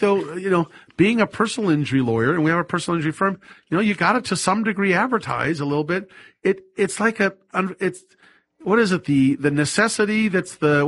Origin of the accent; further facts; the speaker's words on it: Sacramento, California, United States; I will never forget when I grew up in Sacramento.